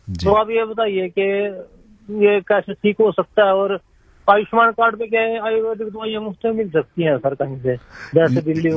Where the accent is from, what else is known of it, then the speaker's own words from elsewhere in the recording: Karnal district, Haryana, India; born there; हरियाणा से बोल रहा हूँ मैं। मेरा गांव खुखनिया डिस्ट्रिक्ट करनाल है जी।